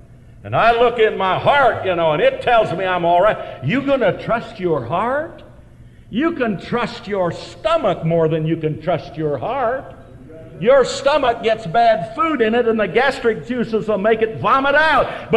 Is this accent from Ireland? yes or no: yes; Ireland; Now, I don't mind a good fight. I'm Irish.